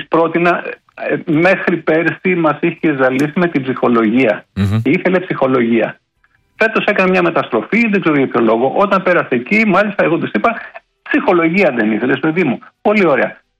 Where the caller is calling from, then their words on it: Kalamata, Peloponnese, Greece; εγώ δεν παίρνω από την Αθήνα, είμαι από την Καλαμάτα.